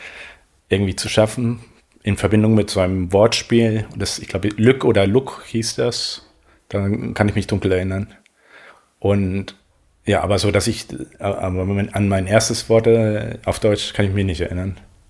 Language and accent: German; Venezuela; first language Spanish; German is a second language; moved away as an adult; now in Berlin, Germany; Ich bin in Venezuela aufgewachsen, meine Mutter ist Deutsche, die ist mit meinem Vater vor vielen Jahren hin nach Venezuela, dort bin ich geboren.